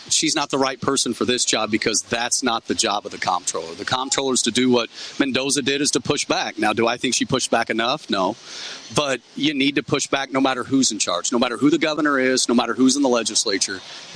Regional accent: Benton, Illinois, United States; I'm from Benton, Illinois, a little south

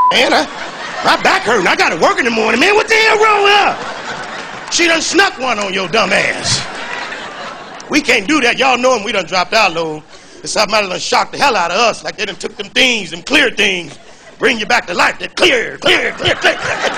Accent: Chicago, Illinois, United States; I'm from the Midwest, I'm from Chicago. That's right, the Chi-Town where we party at.

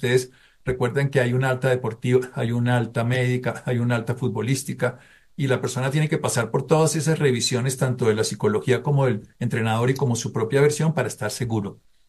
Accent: Colombia

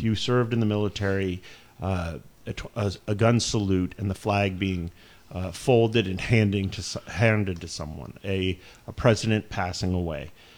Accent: United States; from being an American

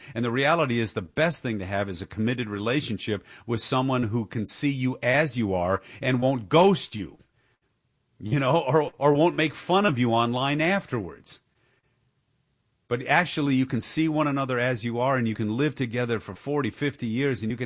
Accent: Dearborn, Michigan, United States; It's happening in Dearborn, my hometown.

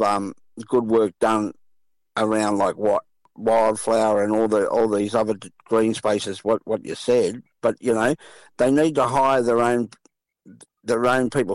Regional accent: Sydney, New South Wales, Australia; We grew up in South Sydney, Redfern All Blacks.

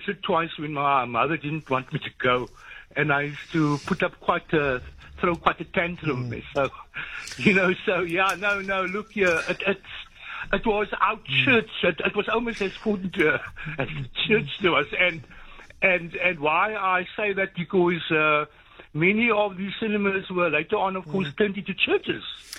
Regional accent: Hanover Park, Western Cape, South Africa; also born or lived in Lansdowne; And like, I'm from a Hanover Park, we moved from Lansdowne. So the like in my area, the Capri's, I used to go there virtually every Saturday.

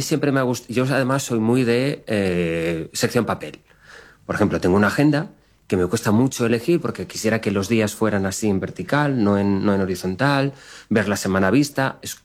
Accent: Valencia, Valencian Community, Spain; Soy de Valencia.

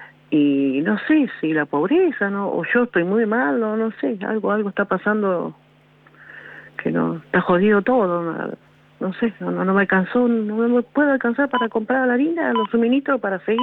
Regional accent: Villa Rosa, Buenos Aires Province, Argentina; Yo acá de Villa Rosa soy.

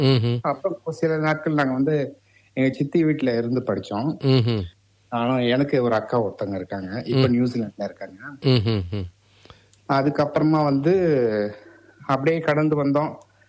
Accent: Chennai, Tamil Nadu, India; அது சென்னை வந்து சென்னையில் பிறந்து வளர்ந்தேன், படித்தது சென்னை தான்.

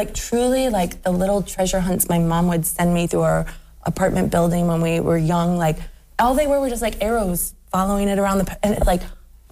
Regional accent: Toledo, Ohio, United States; moved away as an adult; No, I grew up in the Toledo area, left in 97 for college, and didn't come back until 2020.

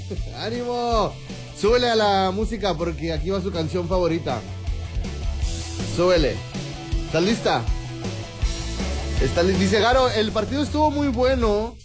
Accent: South Korea; now in Mexico; Yo siempre confié en mi natal Corea del Sur, porque para los que no saben, yo soy coreano. Aunque ustedes no lo crean. Entonces, ahí está. Como yo soy coreano, pues yo le tenía fe, obviamente, a Corea del Sur.

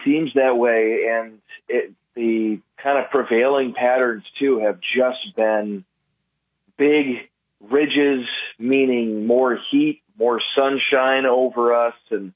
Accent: Minnesota, United States; I grew up in Minnesota, and I can't remember a stretch of winters where we've seen as dry or as warm

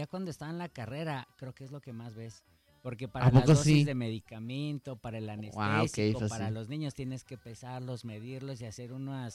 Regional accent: Mexico City, Mexico; moved away as an adult; Soy de la Ciudad de México.

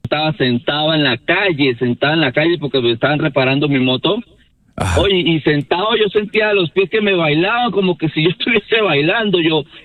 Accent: Venezuela; yo soy de Venezuela. Y el último temblor que yo viví en Venezuela, si no me equivoco, fue hace como 10 años atrás.

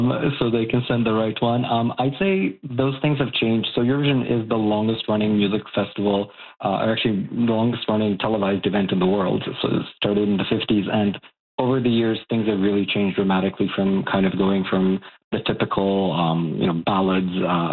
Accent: Bosnia & Herzegovina; now in Canada; So I was born and raised in Bosnia and Herzegovina.

